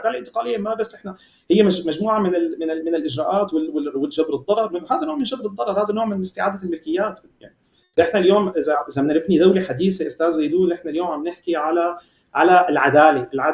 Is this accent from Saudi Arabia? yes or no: no; Syria; نحن كسوريين